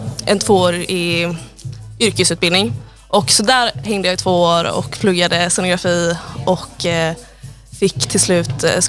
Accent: Gothenburg, Västra Götaland County, Sweden; Jag är från Göteborg och fick ett samtal om jag ville vara runner på en inspelning.

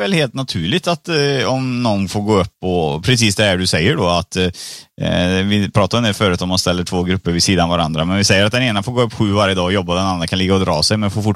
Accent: Sri Lanka; now in Sweden; Nej, men jag är från Sri Lanka. Men jag bor i Sverige

